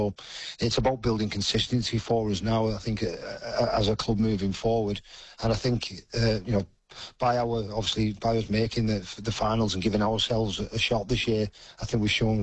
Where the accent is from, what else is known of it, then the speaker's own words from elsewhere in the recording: St Helens, North West England, United Kingdom; Obviously, I grew up in St Helens, so I played there from when I was 18 till 35.